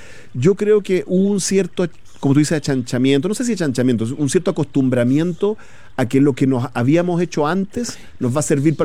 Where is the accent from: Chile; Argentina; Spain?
Chile